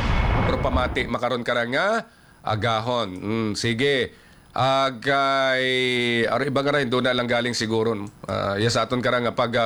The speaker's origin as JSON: {"language": "Tagalog", "region": "Western Visayas", "country": "Philippines", "first_language": "Aklanon", "said": "Kasi Aklanon kami. Yung salita namin is Aklanon."}